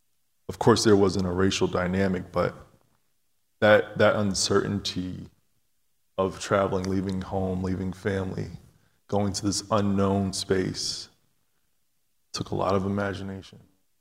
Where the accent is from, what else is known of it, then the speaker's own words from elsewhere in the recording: New York, United States; moved away as an adult; now in Cleveland, United States; I'm a New Yorker, so there's New York and the rest of the world.